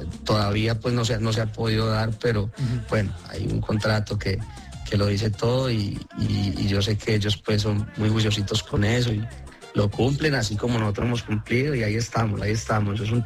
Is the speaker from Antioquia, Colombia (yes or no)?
yes; Santa Marta, Antioquia, Colombia; yo soy de Santa Marta, Antioquia, bien campesino, bien arremangado.